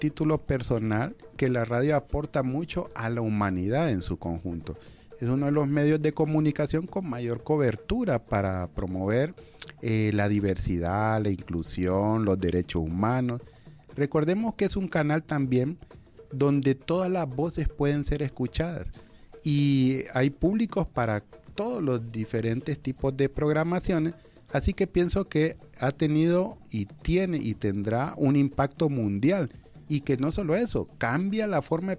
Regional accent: Honduras

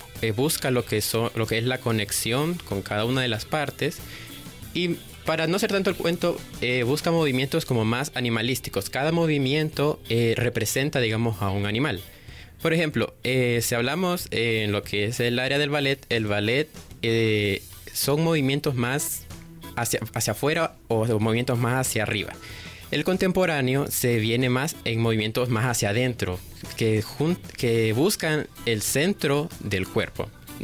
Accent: Honduras; podemos decir que aprendí de nuestras raíces como hondureños. Voy a hacer memoria, voy a recordar lo que fue la obra inaugural, que fue en la que nosotros participamos. Esta obra inaugural hablaba más sobre la riqueza que había en nuestro país.

